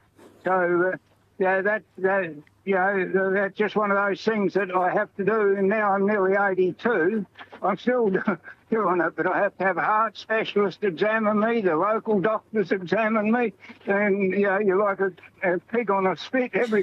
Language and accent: English; Birinia, South Australia, Australia; Birinia, yeah. It's north of Clare. It's between Clare and Hilltown.